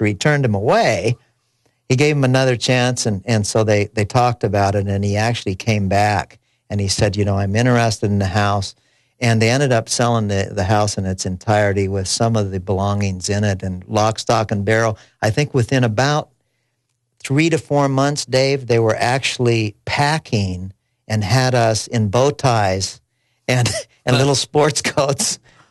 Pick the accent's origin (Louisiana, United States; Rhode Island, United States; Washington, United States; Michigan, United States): Washington, United States; Seattle; You know, we're originally from Seattle, Washington, and I was born in Seattle, and my parents, you know, were just a regular American family up there in the Pacific Northwest.